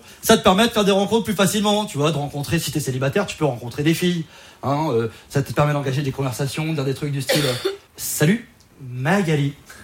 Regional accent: Auvergne-Rhône-Alpes, France; Moi, je viens de Savoie, d'un petit village de montagne. Alors, j'ai envie de vous dire, petit village classique. Tout le monde connaît tout le monde.

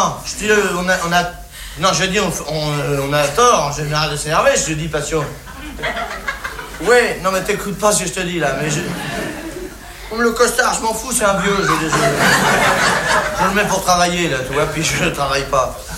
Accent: France; Les français, c'est des cons, ouais, ben, je suis bien placé, hein, je suis français.

